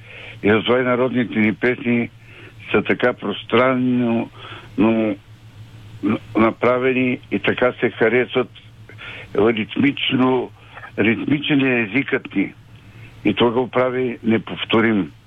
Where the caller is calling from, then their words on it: Teteven, Lovech Province, Bulgaria; от Тетрен.